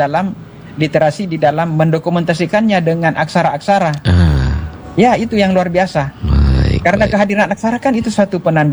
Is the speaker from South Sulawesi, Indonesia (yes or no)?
yes; South Sulawesi, Indonesia; kita Bugis dan Makassar